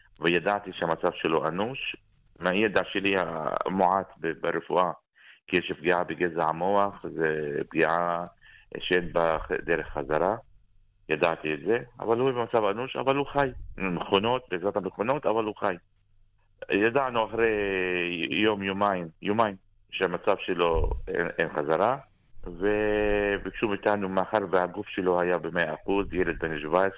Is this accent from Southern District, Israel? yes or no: no; Haifa, Haifa District, Israel; אנחנו, החיפאים המקוריים, מכירים אחד את השני